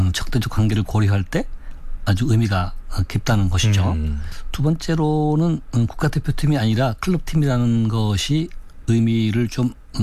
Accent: Pyongyang, North Korea; 하나님, 북한 평양에 연고를 둔 내 고향 여자축구단이 대한민국 수원을 방문하여

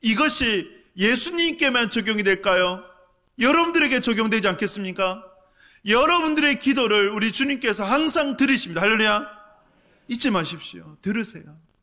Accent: Cheongsong, North Gyeongsang, South Korea; moved away; 제 고향이 이제 청송이니까

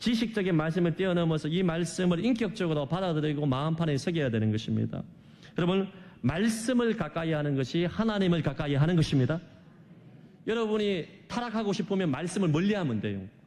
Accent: Gyeongsang, South Korea; 저도 경상도 남자라서 표현에 그렇게 익숙하지 못합니다.

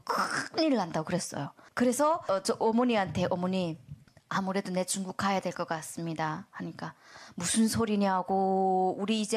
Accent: North Korea; moved away; 저는 북한에서 왔잖아요.

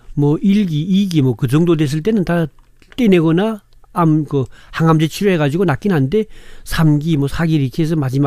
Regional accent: North Korea; now in South Korea; 우리 탈북자분들이

